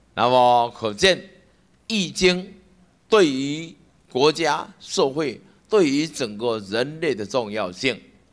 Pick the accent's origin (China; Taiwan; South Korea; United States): Taiwan; 我们台湾人民